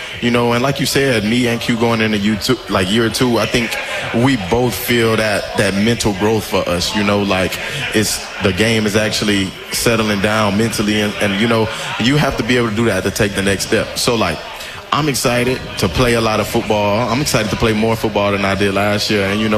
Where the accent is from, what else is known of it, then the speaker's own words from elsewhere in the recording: Louisiana, United States; I'm from Louisiana. We got a lot of guys from Florida.